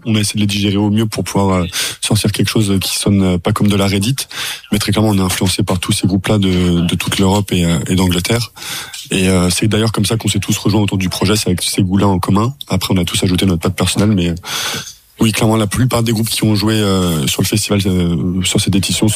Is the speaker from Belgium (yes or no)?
no; France; malgré le fait qu'on chante en anglais, on met un point d'honneur à dire qu'on est français